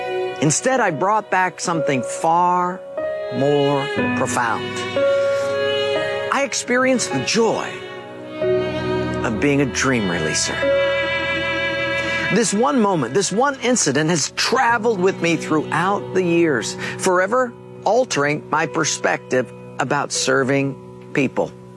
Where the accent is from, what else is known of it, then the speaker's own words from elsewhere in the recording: Hawaii, United States; my growing up in Hawaii, my mother was a Buddhist, my dad was a Catholic, and I was confused.